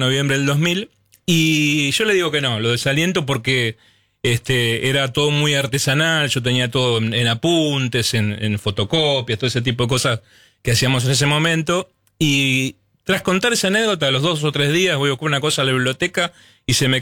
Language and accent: Spanish; Cañuelas, Buenos Aires Province, Argentina; moved away as an adult; yo soy de Cañuelas, de la provincia de Buenos Aires